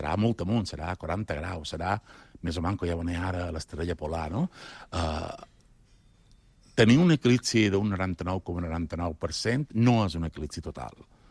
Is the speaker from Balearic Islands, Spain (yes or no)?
yes; Balearic Islands, Spain; jo, com a mallorquí, com a bon mallorquí que som